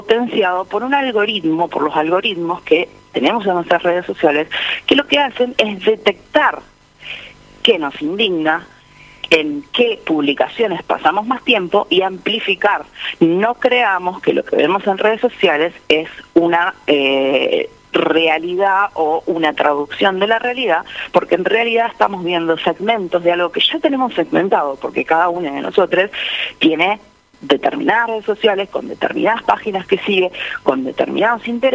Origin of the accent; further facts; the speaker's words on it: Argentina; me odian ahora que soy argentina, ¿no?